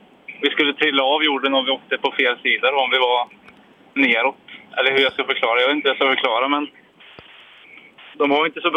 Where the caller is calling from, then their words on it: Mariestad, Västra Götaland County, Sweden; just nu ringer jag från bilen, men Mariestad brukar jag ringa från.